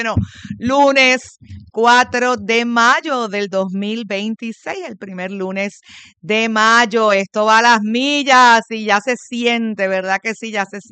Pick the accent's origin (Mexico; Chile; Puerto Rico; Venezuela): Puerto Rico; así es que hablamos los puertorriqueños